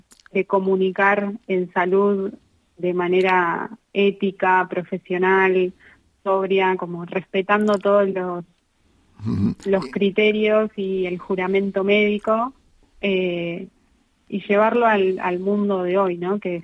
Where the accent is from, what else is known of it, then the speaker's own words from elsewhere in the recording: Argentina; moved away as an adult; now in Las Palmas, Spain; primero soy argentina, no sé si se nota por cómo hablo.